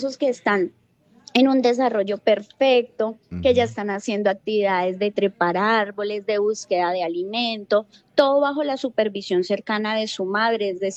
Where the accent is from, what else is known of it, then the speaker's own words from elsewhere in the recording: Huila, Colombia; que nos debe hacer sentir muy orgullosos como huilenses y como colombianos